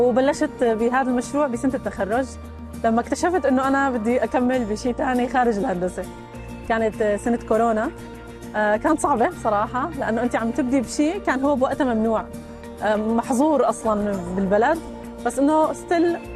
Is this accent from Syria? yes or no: yes; Aleppo, Aleppo Governorate, Syria; اما للمستقبل صراحه انا من حلب، فعم فكر جدا جدا انه خلال السنه القادمه بس شوي استقر الأوضاع هناك أكثر إنه يكون في لنا مشروع بحلب